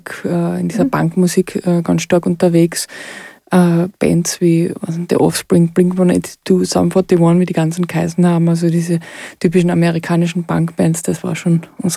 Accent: Köttmannsdorf, Carinthia, Austria; Also ich bin in Köttmersdorf aufgewachsen, genau.

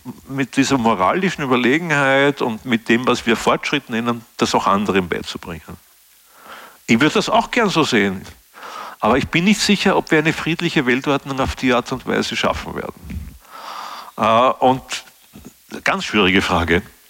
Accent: Austria

